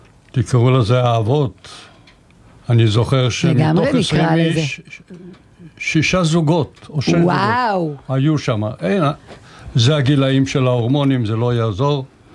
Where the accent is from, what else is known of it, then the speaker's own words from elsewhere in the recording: Givat Brenner, Central District, Israel; moved away as an adult; now in Kibbutz Dafna, Israel; אני יליד גבעת ברנר